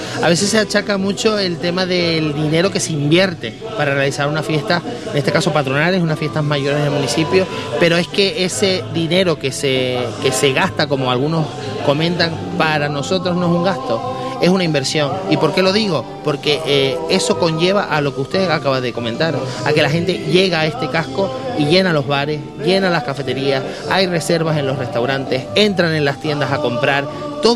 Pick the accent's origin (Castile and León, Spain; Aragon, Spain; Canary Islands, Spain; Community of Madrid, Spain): Canary Islands, Spain; Granadilla de Abona; Vengan a Granadilla, vengan a disfrutar de nuestras fiestas, de nuestro pueblo, de nuestra gente, de nuestra comida